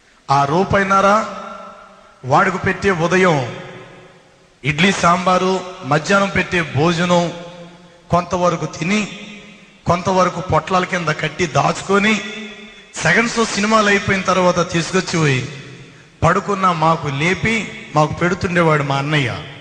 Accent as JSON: {"language": "Telugu", "town": "Rajahmundry", "region": "Andhra Pradesh", "country": "India", "tie": "born or raised there", "said": "మా స్వగ్రామం Rajahmundry మస్జీద్ centre, Jampeta మస్జీద్ centre."}